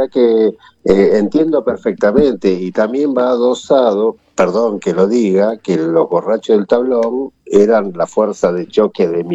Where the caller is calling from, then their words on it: Ezeiza, Buenos Aires Province, Argentina; yo soy acá de Ezeiza